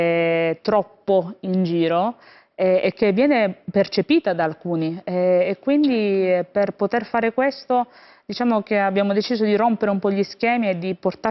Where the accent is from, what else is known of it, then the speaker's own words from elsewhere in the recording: Lecce, Apulia, Italy; leccese, sì, nata, cresciuta lì e devo dire con delle radici profondissime in questa terra straordinaria che è il Salento